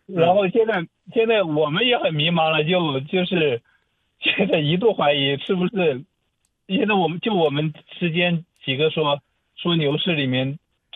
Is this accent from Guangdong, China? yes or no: yes; Dongguan, Guangdong, China; 看来您在我们东莞这里也很有名，我也是东莞的